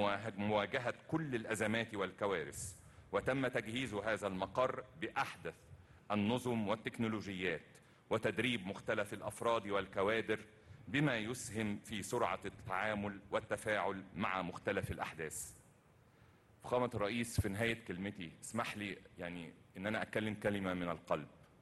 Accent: Egypt; ده بالنسبة لنا كلنا كمصريين نفتخر به.

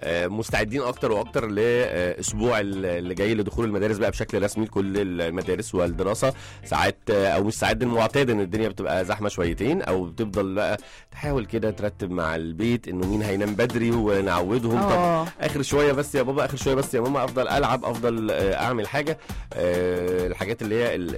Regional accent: Egypt; عندنا في مصر

